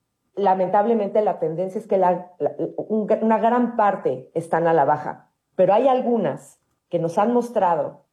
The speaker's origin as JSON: {"language": "Spanish", "country": "Mexico", "said": "Somos pandas mexicanas y mexicanos trabajando con la playera bien puesta por nuestra naturaleza."}